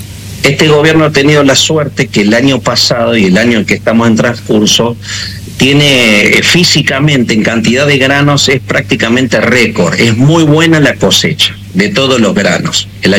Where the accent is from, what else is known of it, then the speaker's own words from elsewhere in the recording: Córdoba, Argentina; En Córdoba, soy de Córdoba, sí